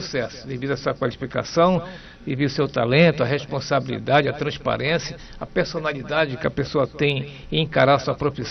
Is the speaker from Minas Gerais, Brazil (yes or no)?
no; Belém, Pará, Brazil; born there; Eu também nasci na Santa Casa de Misericórdia.